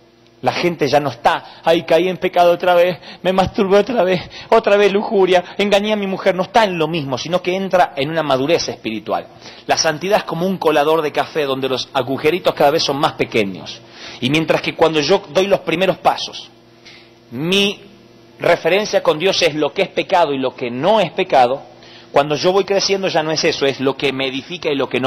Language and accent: Spanish; Argentina; como buenos argentinos, pedantes y orgullosos